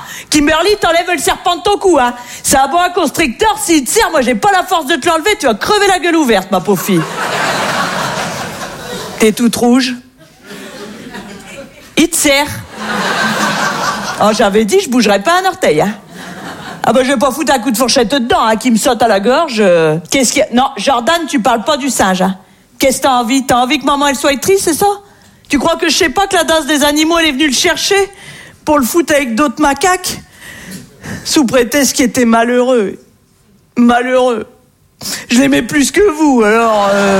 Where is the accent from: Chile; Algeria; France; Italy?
France; Hauts-de-France; Moi, je viens du nord de la France. Et c'est vrai qu'on est très gentils dans le nord.